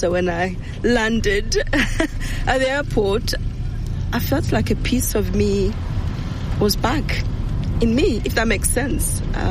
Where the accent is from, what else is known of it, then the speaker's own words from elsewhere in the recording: Rwanda; English is a second language; I am from Rwanda. And I lived through the genocide, Exile Tutsi, in 1994.